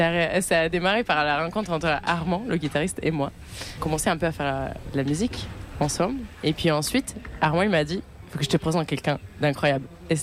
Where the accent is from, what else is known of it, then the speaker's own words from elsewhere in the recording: Perugia, Umbria, Italy; c'est un vrai lieu qui existe en Italie, d'ailleurs à côté de chez moi, à Perugia, au centre de l'Italie.